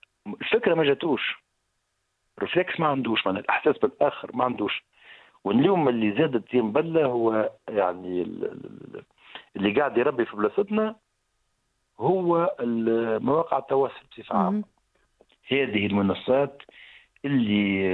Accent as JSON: {"language": "Arabic", "country": "Tunisia", "said": "عندنا في تونس"}